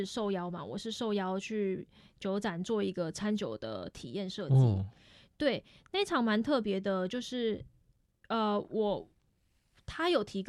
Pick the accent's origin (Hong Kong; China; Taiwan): Taiwan; 因为我们是台湾人嘛，